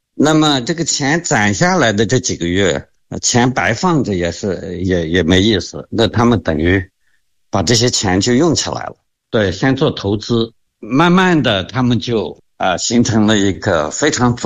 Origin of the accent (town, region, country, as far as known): China